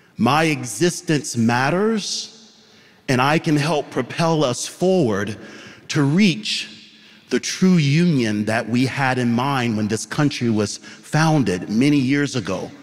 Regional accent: Georgia, United States; born or raised there

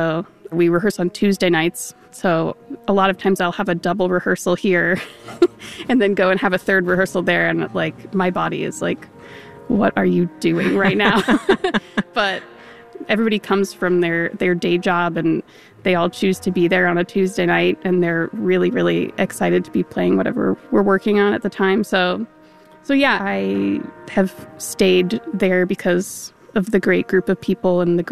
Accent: Minnesota, United States; as every Minnesotan must

